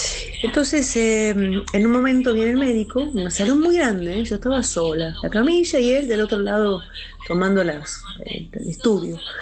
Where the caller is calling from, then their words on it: Buenos Aires, Argentina; soy de Palermo.